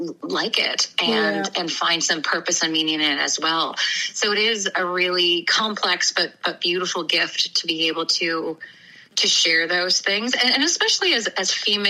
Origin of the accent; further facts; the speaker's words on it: Newfoundland and Labrador, Canada; moved away as an adult; now in Nova Scotia, Canada; I grew up pretty close to you on the other side of the street. I came from Newfoundland, and I've been in Nova Scotia now for a little over 20 years. And I, you know, grew up in a place where, you know, your community was everything.